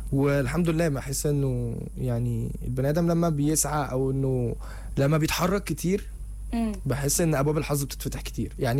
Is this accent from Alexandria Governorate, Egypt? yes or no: yes; Alexandria, Alexandria Governorate, Egypt; also born or lived in Cairo; انا اصلا من اسكندرية، فانا عشت 8 سنين فلوحدي مغترب في القاهرة بقى